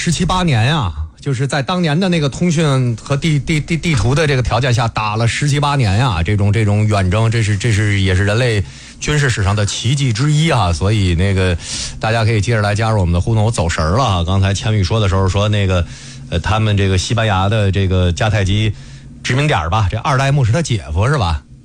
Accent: China

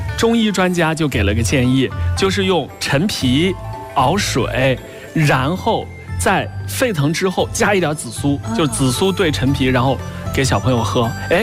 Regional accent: Hunan, China; 我也是湖南人

